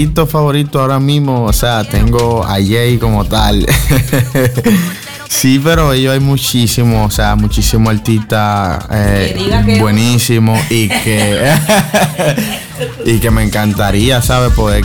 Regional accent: San Cristóbal, Dominican Republic; nosotros quizás que vivimos allá es normal, pero para un turista de cualquier país del mundo es algo que se lo disfrutan quizás tan mejor que nosotros mismos que somos de República

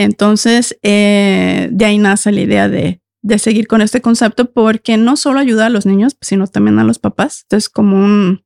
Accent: Mexico; now in Norway; Bueno, nosotros venimos de México. En México, como en muchos países de Latinoamérica, tenemos muchos dichos que no dan sentido en noruego

